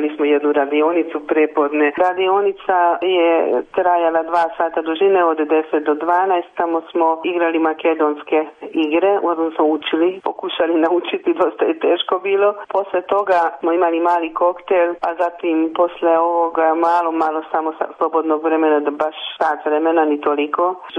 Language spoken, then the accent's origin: Croatian; Hungary; jedino mi smo bili iz Mađarske, dakle nije bila van zemlje nikakva grupa